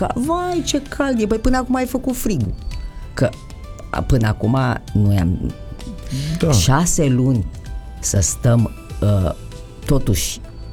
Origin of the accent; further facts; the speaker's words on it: Rucăr, Argeș, Romania; now in Constanța, Romania; Dar eu sunt de acolo, din Rucăr, sunt munteancă și dobrogeancă, așa, un mix interesant, zic eu.